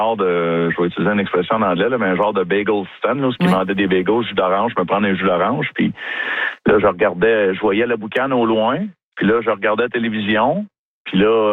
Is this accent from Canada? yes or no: yes; Sainte-Anne-de-la-Pérade, Quebec, Canada; je viens de Saint-Anne-de-la-Pérade, un petit village. On est 1500 personnes dans le village